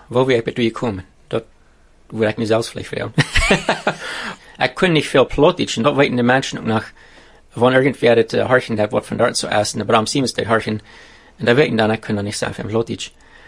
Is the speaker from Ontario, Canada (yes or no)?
yes; Ontario, Canada; Ich komme von hierher. Ja, ich sehe geboren und abgewachsen in dieser Gegend. Zwischen Eden und Strafenville, du hast viele Jahre gewohnt